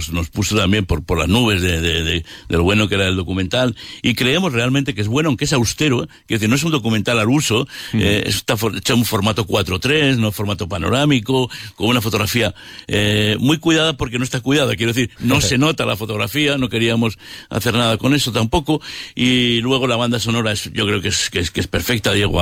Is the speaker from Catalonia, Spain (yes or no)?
no; Canales de la Sierra, La Rioja, Spain; mi pueblo, de Canales de la Sierra